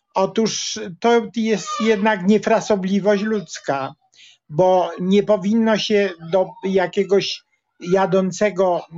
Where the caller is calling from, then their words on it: Łódź, Łódź Voivodeship, Poland; u mnie na Limance też tak pięknie, jak państwo podajecie.